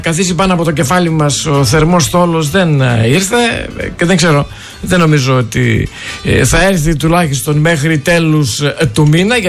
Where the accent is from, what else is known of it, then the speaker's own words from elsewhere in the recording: Greece; εγώ είμαι Έλληνας που άδει και